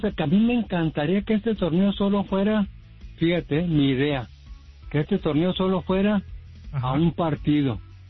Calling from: Las Vegas, Nevada, United States; De Las Vegas, Nevada, aquí.

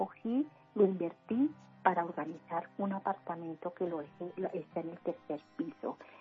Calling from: Bogotá, Colombia; Estoy en la zona quinta de Usme.

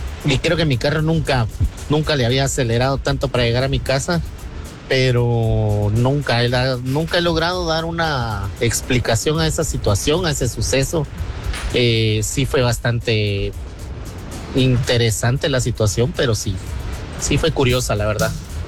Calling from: San Cristóbal, Guatemala Department, Guatemala; yo vivo en San Cristóbal

